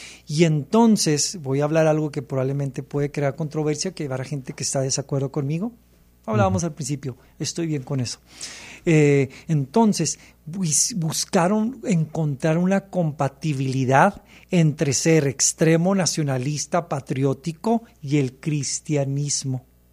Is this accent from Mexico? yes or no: yes; Mexico; Hablo el idioma materno, mi idioma materno es el español, que es el idioma que se habla en México.